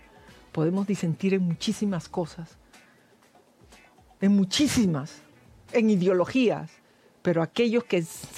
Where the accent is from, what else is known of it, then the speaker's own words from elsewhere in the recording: Peru; moved away; Soy una peruana que sí, como muchísimos de nosotros, ansiamos tener nuestros años más felices en nuestra tierra